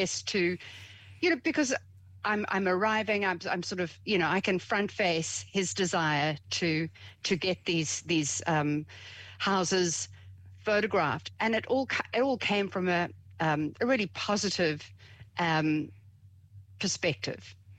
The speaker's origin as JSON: {"language": "English", "country": "South Africa", "moved": "as an adult", "lives_now": "New Zealand", "said": "I am from South Africa. You might pick up the accent, but, you know, been here a little while."}